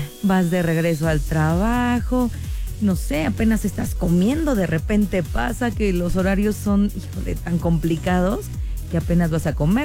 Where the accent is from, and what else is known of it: Calimaya, State of Mexico, Mexico; born or raised there